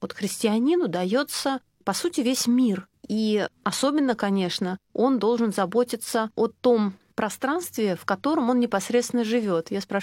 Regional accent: Saint Petersburg, Russia

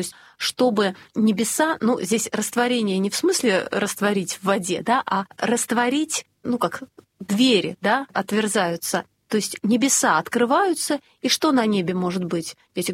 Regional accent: Saint Petersburg, Russia; мы, петербуржцы

